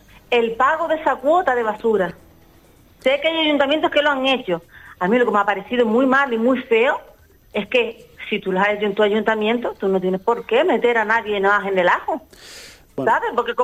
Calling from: Firgas, Canary Islands, Spain

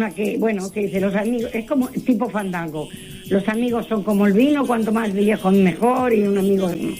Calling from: Martorell, Catalonia, Spain; de Martorell.

